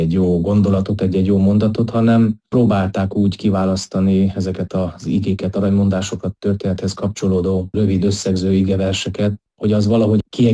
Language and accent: Hungarian; Mezőpanit, Mureș County, Romania; Mezőpanitban születtem, és itt nőttem fel, ami azt is jelenti, hogy az itteni református közösségnek az életében kapcsolódtam be kiskorom óta.